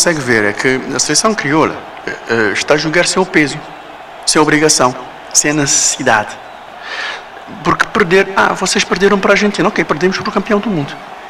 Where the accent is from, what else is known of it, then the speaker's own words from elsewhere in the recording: Cape Verde; eu, como cabo-verdiano e como analista esportivo